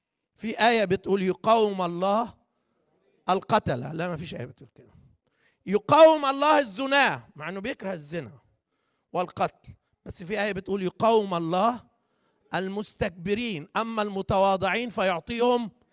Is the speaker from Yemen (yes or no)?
no; Upper Egypt, Egypt; now in Netherlands; انا اخوكم صعيدي